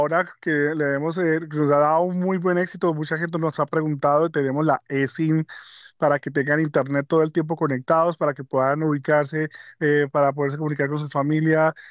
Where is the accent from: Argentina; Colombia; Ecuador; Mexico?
Colombia; Huila; Sí, sí, ese es mi tierrita, ya, ese claro. Sí lo conozco perfectamente.